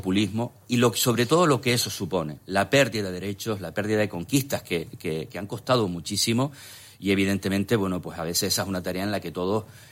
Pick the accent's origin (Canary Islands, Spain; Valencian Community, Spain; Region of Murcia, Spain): Canary Islands, Spain; Telde; yo soy de Temisa